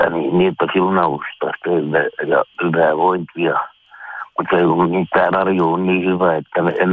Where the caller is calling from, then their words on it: Hämeenkyrö, Pirkanmaa, Finland